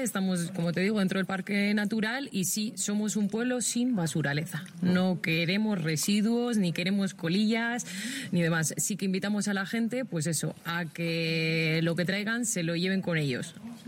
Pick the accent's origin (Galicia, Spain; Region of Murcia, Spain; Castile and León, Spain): Castile and León, Spain; Aguilar de Campoo; Bueno, en mi caso vengo de Aguilar, ¿eh?